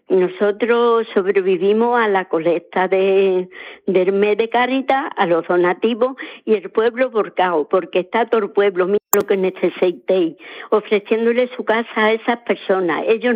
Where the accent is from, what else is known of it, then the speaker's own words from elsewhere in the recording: Zalamea la Real, Andalusia, Spain; born there; Yo nací en Zalamea.